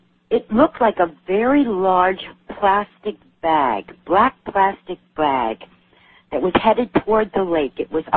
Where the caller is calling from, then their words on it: Arizona, United States; I'm calling you from the western part of Arizona.